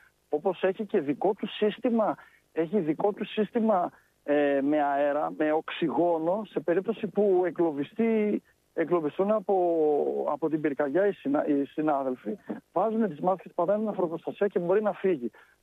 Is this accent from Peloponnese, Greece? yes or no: no; Thessaloniki, Central Macedonia, Greece; γιατί εγώ είμαι από Θεσσαλονίκη και ήρθα και στην έδρα μας στην Αθήνα